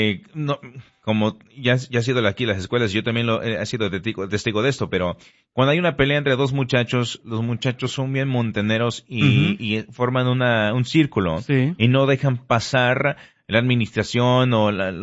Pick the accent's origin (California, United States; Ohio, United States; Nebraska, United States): Nebraska, United States; Grand Island; yo crecí en Grand Island, Choche.